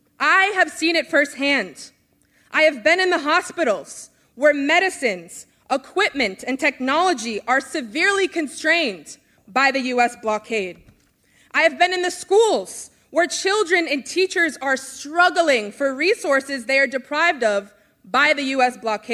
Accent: United States; now in Texas, United States; For those of us who grew up here in the United States

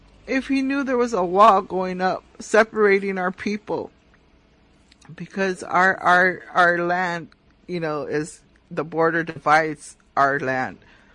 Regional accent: San Francisco, California, United States; I grew up here in San Francisco.

